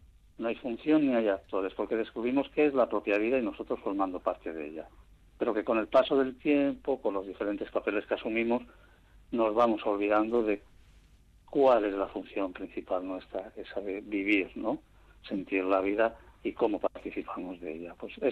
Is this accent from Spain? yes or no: yes; Bermeo, Basque Country, Spain; born or raised there; also born or lived in Barcelona